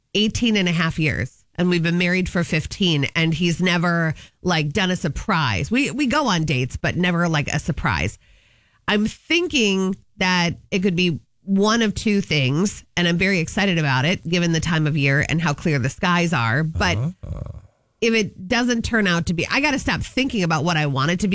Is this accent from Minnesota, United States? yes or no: yes; Minnesota, United States; I'm from the Halloween capital of the world, where you look out our house window, the bay window that I grew up